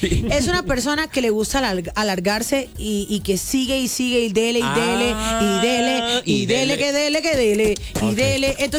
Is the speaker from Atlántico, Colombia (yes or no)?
yes; Barranquilla, Atlántico, Colombia; now in Bogotá, Colombia; yo hablo en Barranquilla, que viví toda mi vida en Barranquilla.